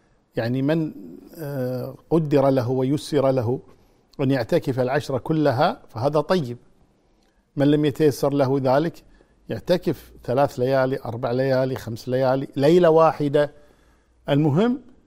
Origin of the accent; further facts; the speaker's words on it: Kuwait; عندنا في الكويت